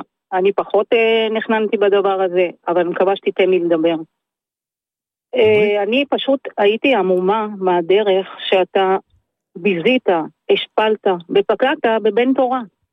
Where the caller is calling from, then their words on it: Central Israel, Israel; אני מהמרכז.